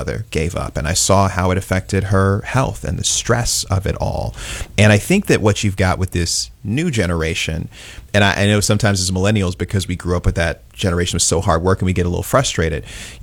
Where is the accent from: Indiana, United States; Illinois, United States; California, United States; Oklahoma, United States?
Illinois, United States; Maywood; also born or lived in Westchester, Illinois; I grew up in Maywood in Westchester. So my mother bought our house in Westchester when I was five. My grandparents lived in Maywood.